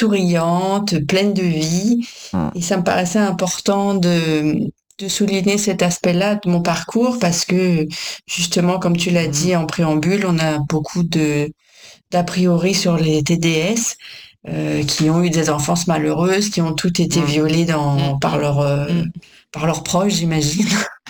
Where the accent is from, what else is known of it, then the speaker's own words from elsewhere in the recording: Grand Est, France; moi je suis alsacienne depuis des générations et des générations